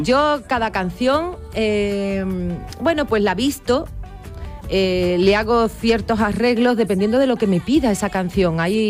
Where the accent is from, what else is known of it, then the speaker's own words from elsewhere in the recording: Cádiz, Andalusia, Spain; al hablar de Cádiz, al hablar de mi tierra